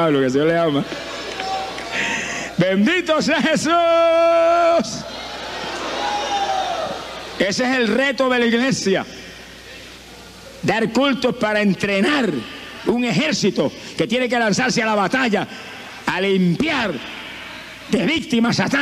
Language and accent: Spanish; Camuy, Puerto Rico; 35 años perdido en mi pueblo de Camuy.